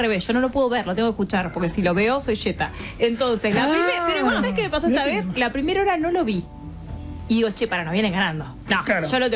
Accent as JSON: {"language": "Spanish", "country": "Argentina", "said": "somos cabuleros los argentinos"}